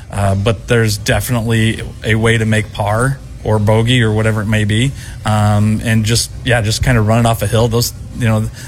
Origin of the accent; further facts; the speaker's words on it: Phoenix, Arizona, United States; moved away; born and raised in Phoenix